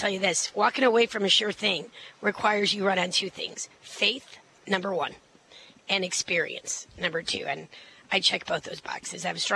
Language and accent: English; Chicago, Illinois, United States; being a Chicagoan myself, loving the rest of the state of Illinois the way